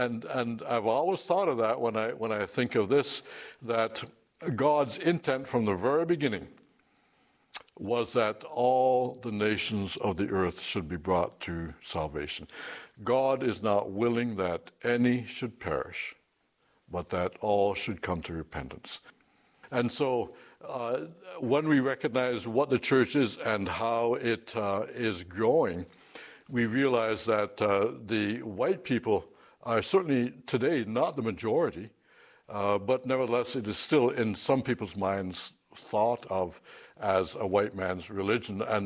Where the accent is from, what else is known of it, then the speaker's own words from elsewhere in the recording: Jamaica; moved away; I grew up in Jamaica